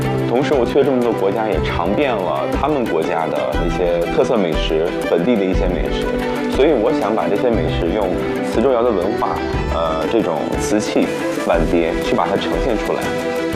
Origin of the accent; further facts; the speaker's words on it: Hebei, China; moved away; 我去了这么多国家，最后还是选择回到了红枫，我的家乡。是因为我觉得这里的空气、人文建筑、人文环境，我的朋友们都让我觉得很踏实。